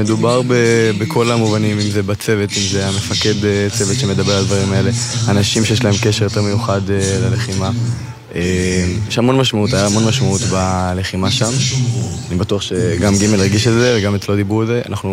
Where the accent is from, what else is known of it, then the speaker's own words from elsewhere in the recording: Ramat Gan, Tel Aviv District, Israel; אני מרמת גן.